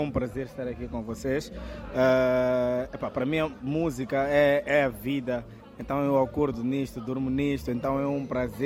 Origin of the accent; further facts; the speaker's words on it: Maputo, Mozambique; sendo que sou de Maputo.